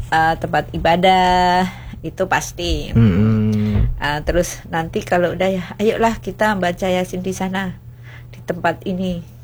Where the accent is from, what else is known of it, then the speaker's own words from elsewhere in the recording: Pacitan, East Java, Indonesia; born there; di kota tempat saya tuh rame